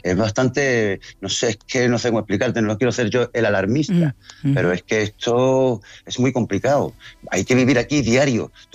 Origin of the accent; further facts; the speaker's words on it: Ceuta, Spain; Sí, es impresionante para mí y para todo Ceuta